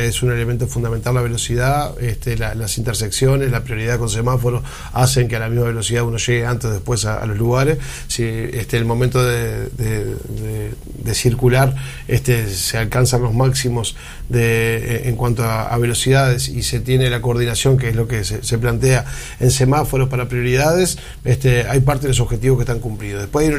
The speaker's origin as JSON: {"language": "Spanish", "country": "Uruguay"}